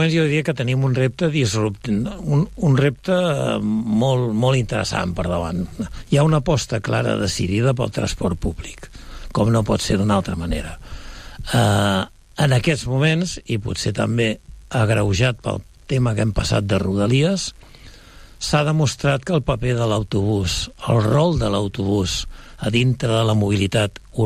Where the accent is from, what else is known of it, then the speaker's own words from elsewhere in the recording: Sabadell, Catalonia, Spain; com a sabadellenc i també com a valors de família